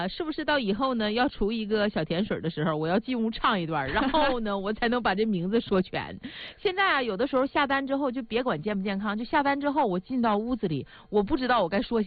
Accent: Northeast China, China; accent: Northeastern (Dongbei); 用我们东北话说

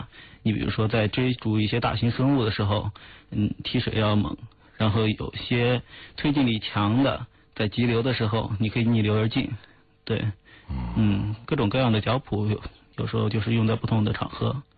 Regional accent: Hainan, China; 我来自海南，然后从小是在海边长大的

